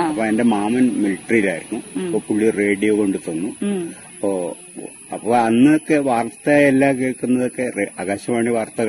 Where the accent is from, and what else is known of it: Muyyam, Kerala, India